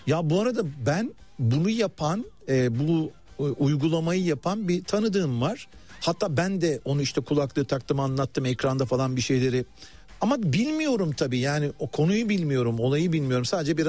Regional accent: Hatay, Turkey; now in Switzerland; Ben İsviçre'de yaşayan bir Hataylı olarak, eğer İskenderun Belediyesi böyle bir şeye kalkmışsa, bizim halk sırf o panolara çıkmak için çevresini temiz tutmazdı.

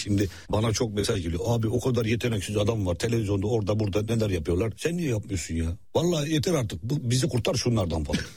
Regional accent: Ordu, Turkey; moved away; Anadolu'da kendi memleketime gittim falan. Hı hı. Nereye? Ordu.

